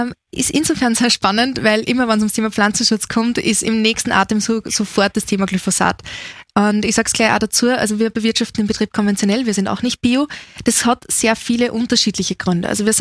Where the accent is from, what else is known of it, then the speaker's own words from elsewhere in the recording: Austria; Bei uns in Österreich ist seit jeher die Sikkation verboten.